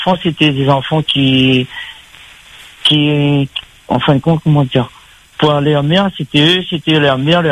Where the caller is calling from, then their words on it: the West, Réunion; je suis dans l'Ouest.